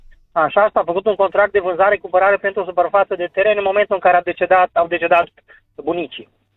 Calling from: Baia Mare, Maramureș County, Romania; sunt din Baia Mare.

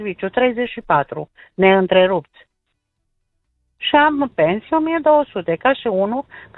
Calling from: Bistrița, Bistrița-Năsăud, Romania; de la Bistrița.

